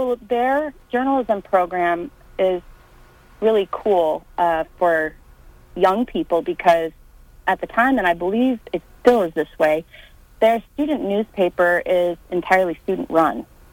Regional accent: Concordia, Kansas, United States; Yeah, I grew up in the 80s and 90s and grew up on a farm just west of Concordia.

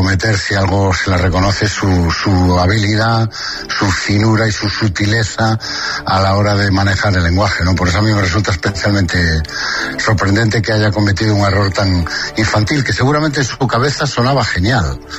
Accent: Galicia, Spain; Sí, yo soy la maña de Lugo, que es lo más gallego que se puede ser.

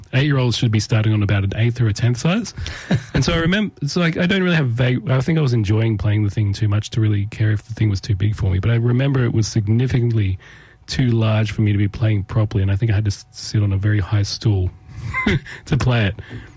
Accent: Tamworth, New South Wales, Australia; I grew up in Tamworth, yes.

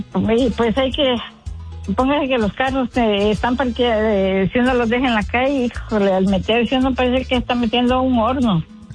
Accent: El Salvador; moved away; como allá en nuestra tierra, que cuando llevé a mi hijo la primera vez a El Salvador

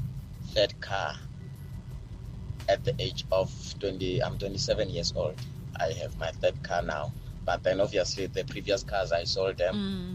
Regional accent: Pretoria, Gauteng, South Africa; I'm from Pretoria.

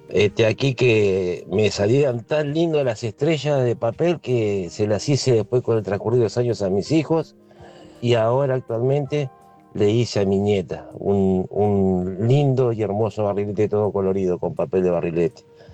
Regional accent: Berazategui, Buenos Aires Province, Argentina; La mía, por ejemplo, en mi niñez en Berazategui, con mis amigos.

